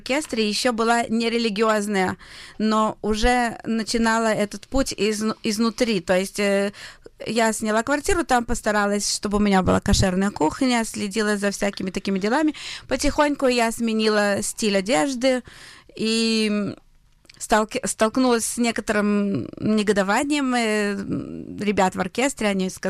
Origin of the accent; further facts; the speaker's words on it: Israel; что я из Израиля, я еврейка